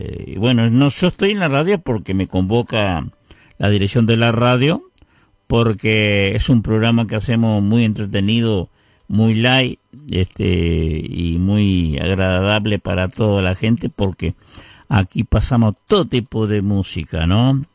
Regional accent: Vergara, Treinta y Tres, Uruguay; born there; moved away; yo nací y me crié en Vergara.

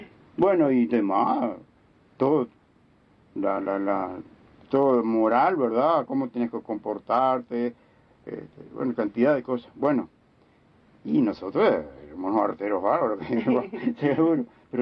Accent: Vergara, Treinta y Tres, Uruguay; born or raised there

